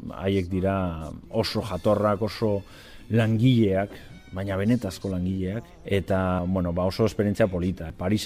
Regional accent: San Sebastián, Basque Country, Spain; Euskal Herria asko imataitzen dut, eta nire herria da, eta Donostia da nire hiria

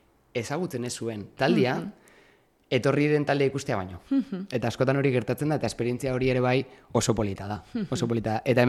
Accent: Irun, Basque Country, Spain; Begira, baina Irundarra naiz

